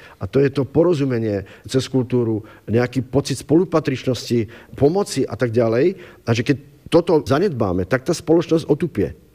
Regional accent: Partizánske, Trenčín Region, Slovakia; u nás v Partizanskom

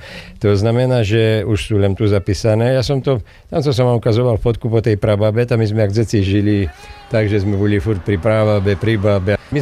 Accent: Prešov Region, Slovakia; U nás v Šarišu

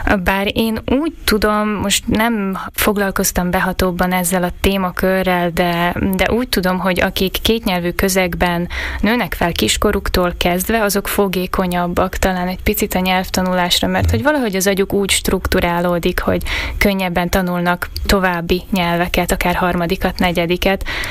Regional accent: Slovakia; also born or lived in Brno / Berlin / Bratislava; a szlovák közegben egy kicsit magyarnak érezzük magunkat, ha meg elmegyünk Magyarországra, egy kicsit szlováknak látnak.

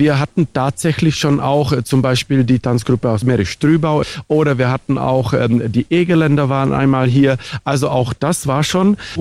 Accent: Czechia

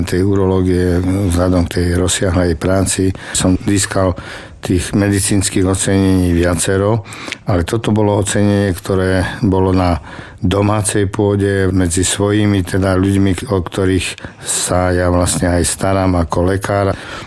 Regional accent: Prešov, Prešov Region, Slovakia; medzi svojimi doma v Prešove, kde som si to vychutnal.

